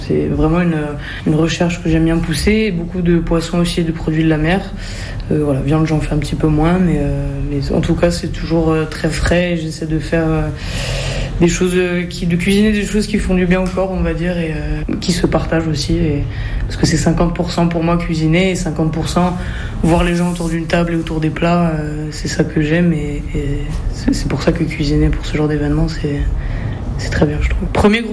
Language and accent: French; Bastia, Corsica, France; also born or lived in Aix-en-Provence / Paris; J'ai grandi à Bastia, à 17 ans je suis partie faire mes études à Aix, donc j'ai étudié Sciences Po pendant 5 ans.